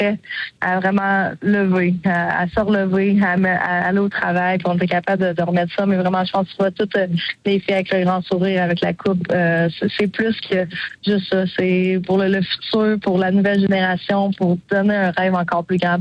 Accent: Quebec, Canada; quand j'ai grandi en Beauce

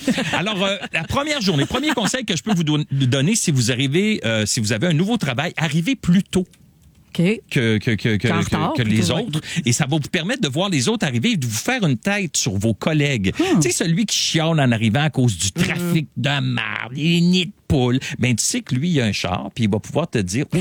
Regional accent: Saint-Pascal-de-Kamouraska, Quebec, Canada; also born or lived in Lac-Baker / Edmundston / Sept-Îles; Je suis passé de Saint-Pascal-de-Kamouraska, on a déménagé au Lac-Baker, au Nouveau-Brunswick, à Edmundston, après ça à Sept-Îles, après ça Québec.

